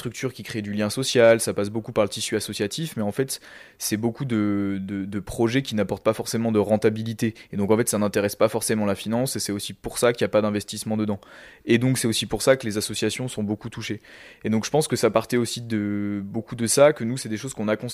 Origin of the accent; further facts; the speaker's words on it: Centre-Val de Loire, France; on est originaire donc du Centre-Val-de-Loire, d'un milieu assez rural